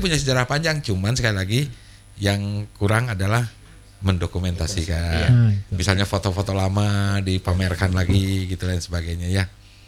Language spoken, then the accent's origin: Indonesian; Sumedang, West Java, Indonesia; moved away as an adult; now in Bandung, Indonesia; Jadi kalau saya kan pindah dari Sumedang ke Bandung itu pas kuliah kan 86.